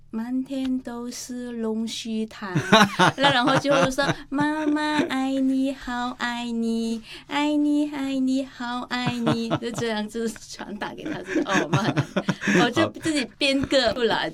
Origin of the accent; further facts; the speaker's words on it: Vietnam; 我说不是、我是从越南来的。